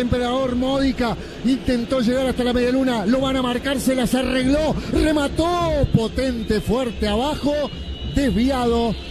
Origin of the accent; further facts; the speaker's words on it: Rivadavia, Argentina; Digo mi amigo porque es de acá de la zona, es de Rivadavia, de mi pueblo.